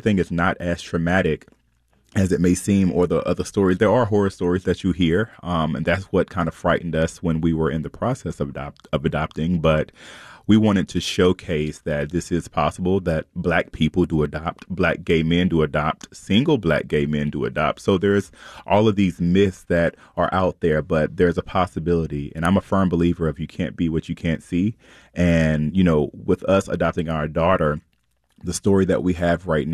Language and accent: English; North Carolina, United States; I'm from North Carolina and I never saw Hillsborough being as progressive as I guess that it is now.